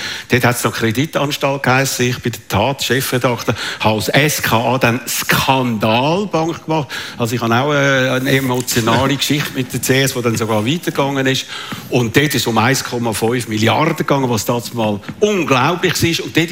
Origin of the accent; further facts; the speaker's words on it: Switzerland; oder mir als Schweizer